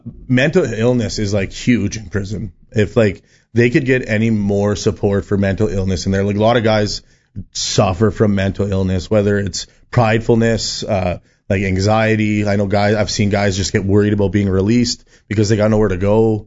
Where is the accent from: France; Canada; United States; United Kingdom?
Canada; Saskatoon, Saskatchewan; I'm from Saskatoon, so there's a big... there's gangs from Saskatoon, Regina, two different gangs.